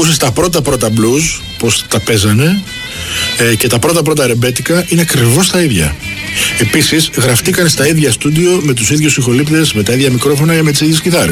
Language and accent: Greek; Piraeus, Attica, Greece; born there; καταγωγή μου από τη Σκιάθο. Γεννημένος εδώ στο Πασαλιμάνι, αλλά η καταγωγή είναι από τη Σκιάθο.